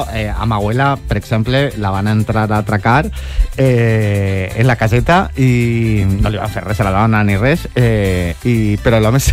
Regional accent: Calp, Valencian Community, Spain; also born or lived in Benissa; jo sóc de Calp

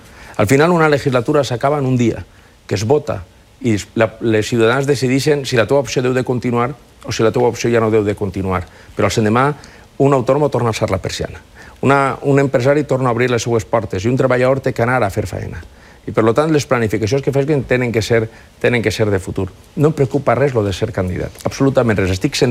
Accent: Valencian Community, Spain

